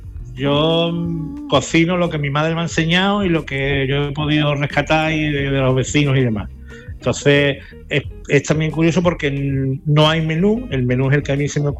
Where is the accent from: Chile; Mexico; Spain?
Spain; San Fernando, Andalusia; como yo soy también de San Fernando, soy de Cádiz